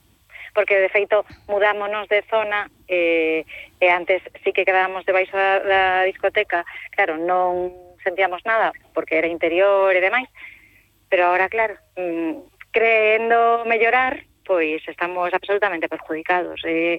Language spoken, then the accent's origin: Galician; Santiago de Compostela, Galicia, Spain; eu que son de Santiago de toda a miña vida, comprei un piso